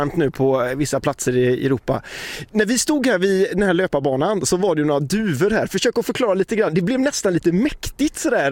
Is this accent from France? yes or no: yes; France; Annars tänker jag som fransman kanske att det blir champagne eller rödvin eller konjak.